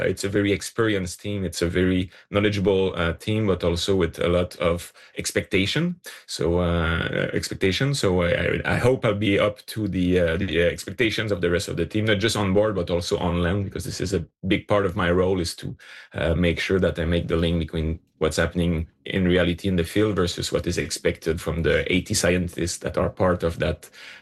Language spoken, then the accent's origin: English; Quebec, Canada